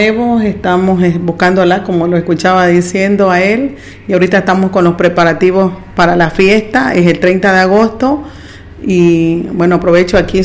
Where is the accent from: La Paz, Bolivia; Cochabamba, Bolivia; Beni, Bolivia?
Beni, Bolivia; Santa Rosa; Nosotros somos Pampas del Yacuma, Santa Rosa es Pampas del Yacuma.